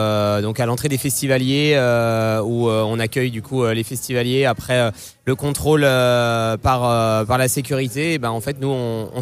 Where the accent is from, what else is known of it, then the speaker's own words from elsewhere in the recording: Saint-Brieuc, Brittany, France; Je suis né à Saint-Brieuc, j'ai grandi à Saint-Brieuc